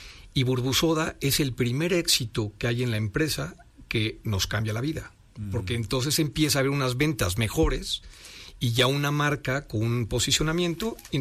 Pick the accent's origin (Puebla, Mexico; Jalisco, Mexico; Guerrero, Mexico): Puebla, Mexico; realmente como poblanos, comiendo mole, que es chocolate con salado